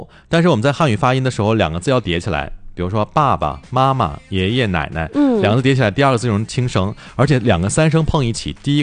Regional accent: Harbin, Heilongjiang, China

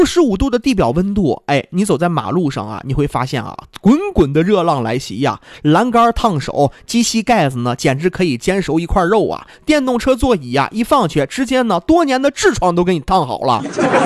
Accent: Northeast China, China

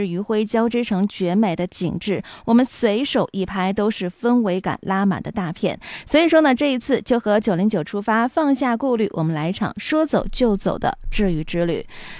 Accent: Harbin, Heilongjiang, China; 更重要的是它离我们哈尔滨是近在咫尺的，不用转机，坐着大巴就能够轻松出境，这是独属于我们东北人的出境游福利。

